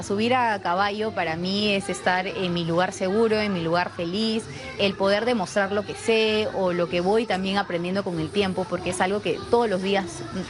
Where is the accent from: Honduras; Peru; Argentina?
Peru; Me encanta el Perú, me encanta decir que soy peruana al 100%.